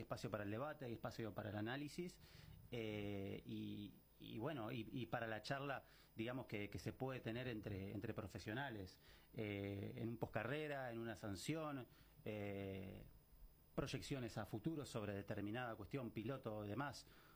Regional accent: Mar del Plata, Buenos Aires Province, Argentina; soy de la zona, no soy de Balcarce, pero soy de Mar del Plata, y bueno, y desde muy chico he ido a Balcarce

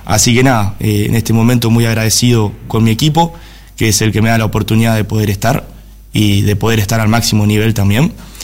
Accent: Salto, Uruguay; soy salteño, y bueno, para mí es un honor llevar nuestras tradiciones.

